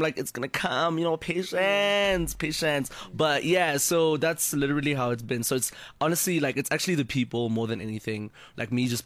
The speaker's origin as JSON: {"language": "English", "country": "South Africa", "said": "I'm authentically South African, so I think that like helps, because it's like I'm always also trying to tell a story of who I am, where I come from"}